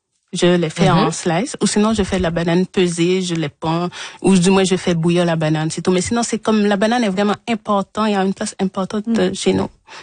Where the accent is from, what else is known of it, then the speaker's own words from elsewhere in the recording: Haiti; Oui, c'est pas comme Martinique ou la Guadeloupe. Chez nous, en Haïti, c'est vraiment, oui.